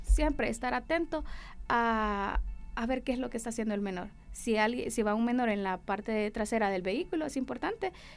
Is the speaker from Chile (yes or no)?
no; Honduras; es importante culturizarnos como hondureños